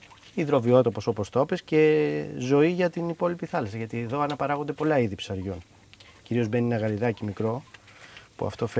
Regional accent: Greece; Εδώ μεγάλωσα, εδώ γεννήθηκα, εδώ μεγάλωσα, στη Λιμνοθάλασσα κυρίως. Μέσα, στο Καΐκι ο πατέρας μου ψαράς από παππούς ψαράς, πατέρας ψαράς.

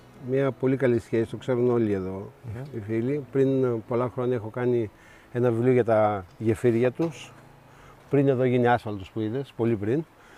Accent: Elassona, Thessaly, Greece; Όχι, δεν είναι από εδώ. Η καταγωγή μου είναι από Ελασσόνα.

